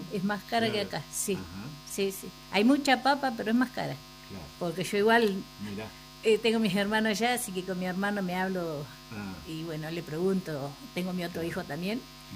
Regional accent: Balcarce, Buenos Aires Province, Argentina; moved away; also born or lived in Santa Rosa, La Pampa; soy de Balcarce. Me crié en Balcarce, pero nací en Santa Rosa, La Pampa. Y después, bueno, mis viejos, cuando nosotros éramos chicos, se fueron a Balcarce. Mi papá sembraba papa, me crié mayormente, nos criamos en el campo

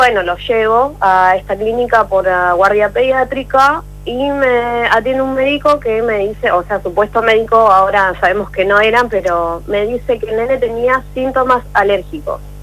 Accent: González Catán, Buenos Aires Province, Argentina; Imagínense, yo soy de González Catán, tengo hospitales acá, pero lamentablemente acá los hospitales es la muerte.

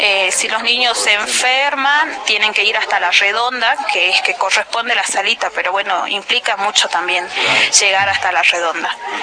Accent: Jujuy, Argentina; tanto como argentino como jujeños.

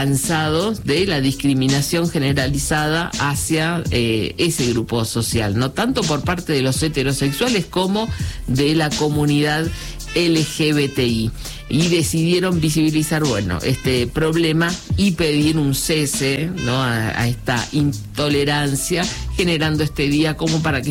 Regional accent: Buenos Aires, Argentina; yo me crié en Capital Federal

